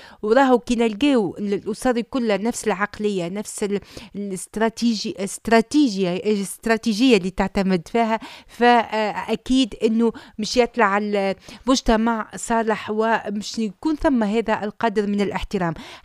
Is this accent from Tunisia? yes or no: yes; Tunisia; اللي وظفناه احنا كمجتمع تونسي بطريقة خاطئة.